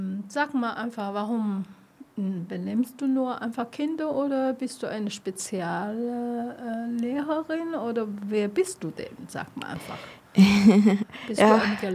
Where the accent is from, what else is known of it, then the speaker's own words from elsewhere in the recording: Taiwan; German is a second language; now in Germany; Ich komme persönlich aus Taiwan. Mhm. Ich habe natürlich auch meine taiwanische Verhaltung.